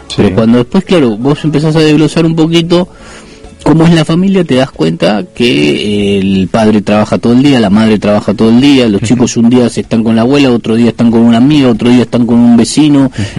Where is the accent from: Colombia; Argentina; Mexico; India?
Argentina; moved away